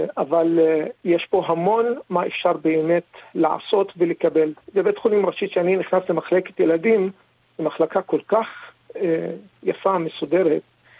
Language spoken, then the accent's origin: Hebrew; Arraba, Northern District, Israel; אני מצפון הארץ, מעיר שקוראים לו ערבי, שקוראים לו במדינת ישראל עירו רופאים, מרוב שיש רופאים שם.